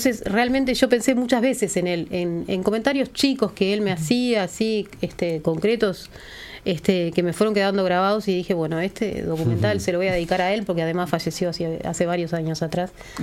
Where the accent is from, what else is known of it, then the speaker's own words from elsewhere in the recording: Argentina; born there; Yo me crié en el exilio con mi hermana. De hecho, nací en Argentina yo, ella nació en Suecia.